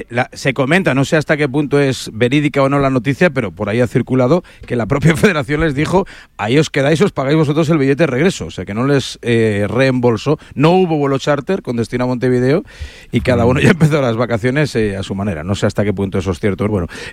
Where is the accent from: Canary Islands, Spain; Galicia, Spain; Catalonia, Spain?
Galicia, Spain; Pontevedra; Que soy de Pontevedra, que Pontevedra es la capital administrativa, pero en realidad la ciudad importante de la provincia de Pontevedra es Vigo